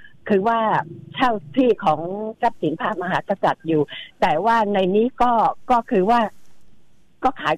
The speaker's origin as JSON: {"language": "Thai", "region": "Bangkok", "country": "Thailand", "tie": "born there", "said": "เกิดที่กรุงเทพโรงพยาบาลราชวิถี"}